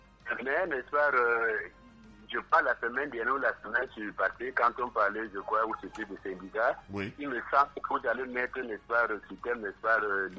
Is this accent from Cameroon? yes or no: yes; Cameroon; Comme nous sommes colons, nous sommes français, camerounais, nous sommes camerounais étant français